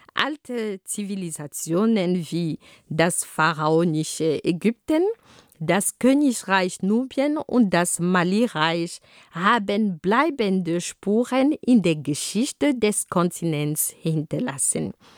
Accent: Cameroon; Da, wo ich herkomme, ist es gut, ist es schön. Aber es gibt auch woanders, wo es auch gut und schön und auch groß sind. Ich erinnere mich gerade an eine Landkarte, die ich bei mir zu Hause, als ich in Kamerun war, hatte.

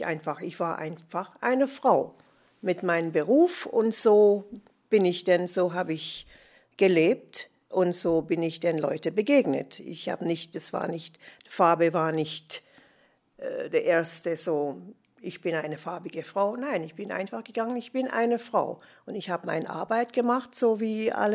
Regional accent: Jamaica; German is a second language; moved away as an adult; now in Germany; Das haben wir in Jamaika nicht.

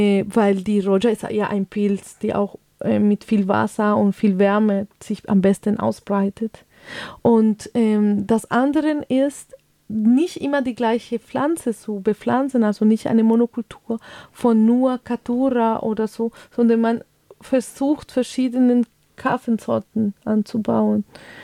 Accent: Colombia; Also ich bin aus Kolumbien und mit dieser Kultur aufgewachsen

